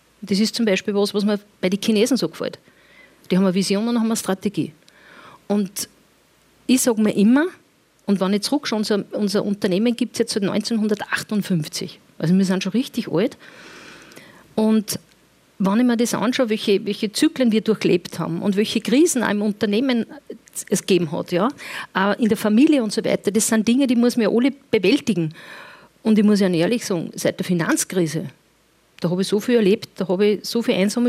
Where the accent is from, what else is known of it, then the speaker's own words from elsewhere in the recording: Upper Austria, Austria; accent: Upper Austrian dialect; ich sage als Oberösterreicherin, wenn ich ein bisschen flapsig rede, das liegt dann irgendwo, wenn ich mein Dialekt ein bisschen reinfalle.